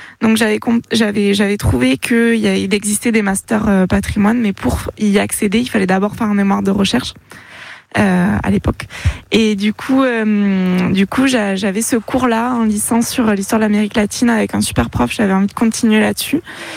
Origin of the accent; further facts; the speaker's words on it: Occitanie, France; moved away as an adult; now in Basque Country, France; J'ai grandi dans le Gers